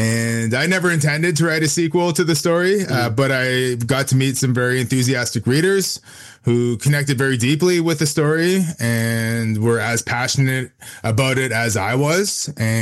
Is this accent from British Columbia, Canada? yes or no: no; Wasauksing First Nation, Ontario, Canada; now in Sudbury, Canada; I currently live in Sudbury, Ontario, and I am originally from Wasauksing First Nation. That's on Georgian Bay near Parry Sound, Ontario. I'm of Anishinaabe and Canadian descent.